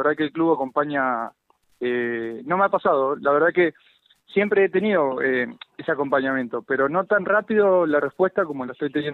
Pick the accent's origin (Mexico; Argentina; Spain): Argentina; San Nicolás de los Arroyos, Buenos Aires Province; moved away as an adult; also born or lived in San Clemente del Tuyú, Argentina; now in Ramallo, Argentina; yo soy de San Nicolás